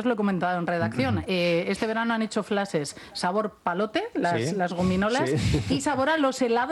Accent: Basque Country, Spain; Cuando comienza el verano y voy fuera, se nota que soy vasca, porque como vemos poco el sol, a mí me gusta.

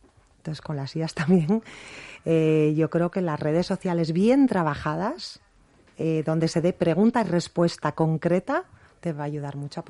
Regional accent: Asturias, Spain; yo antes te comenté que soy asturiana

